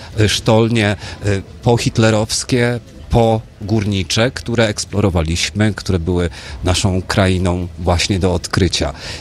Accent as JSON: {"language": "Polish", "town": "Wałbrzych", "region": "Lower Silesian Voivodeship", "country": "Poland", "tie": "born or raised there", "said": "U nas w Wałbrzychu, w mieście pogórniczym"}